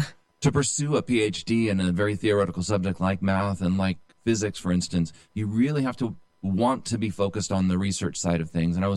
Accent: Bay Area, California, United States; moved away as an adult; now in Modesto, United States; when I was a kid, I was from the Bay Area

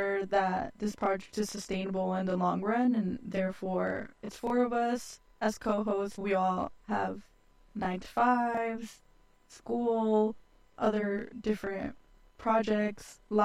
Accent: Modesto, California, United States; also born or lived in Ceres / Turlock; I was born and raised here in Modesto, Doctors Medical Center, and I actually went to school in Burbank and then a little bit of Mark Twain, but then my family moved closer to my dad's job.

